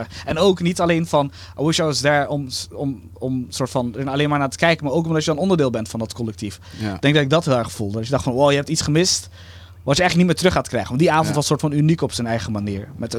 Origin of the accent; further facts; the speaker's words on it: Arnhem, Gelderland, Netherlands; now in Amsterdam, Netherlands; Ik, als niet-Rotterdammer, Arnhemmer, die nu in Amsterdam woont